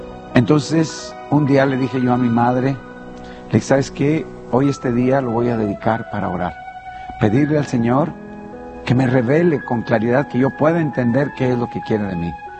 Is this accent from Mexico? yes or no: yes; Guanajuato, Mexico; moved away; Ahí en mi pueblo. Yo soy del estado de Guanajuato